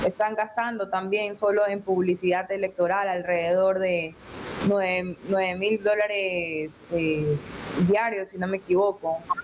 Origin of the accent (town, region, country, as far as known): Ecuador